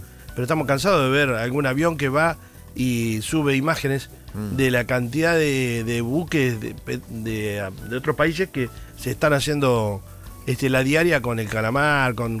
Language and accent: Spanish; Argentina